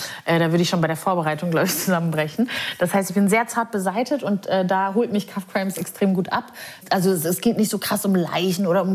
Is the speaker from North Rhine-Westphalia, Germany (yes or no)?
yes; Neukirchen-Vluyn, North Rhine-Westphalia, Germany; moved away; Also Neukirchen-Flüen, da wo ich aufgewachsen bin, ist wirklich sehr klein, sehr provinziell.